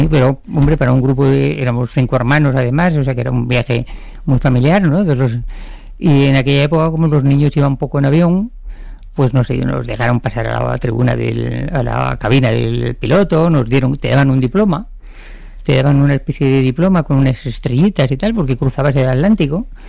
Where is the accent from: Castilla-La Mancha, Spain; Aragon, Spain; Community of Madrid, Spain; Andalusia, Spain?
Community of Madrid, Spain; Madrid; porque yo soy de Madrid, no soy nacida cerca del mar